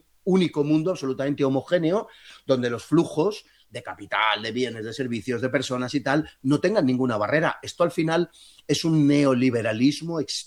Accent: Spain; Es que yo soy español y tal, pero es que ser español no significa nada.

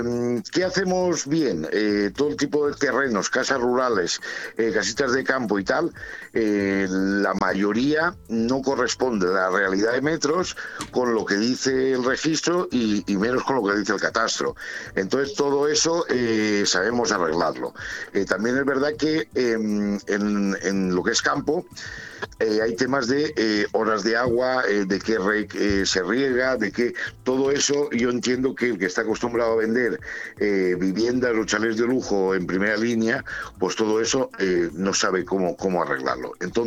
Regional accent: Callosa d'en Sarrià, Valencian Community, Spain; Yo soy de Callosa, como bien sabes, y subo y bajo Benidorm 2 veces todos los días

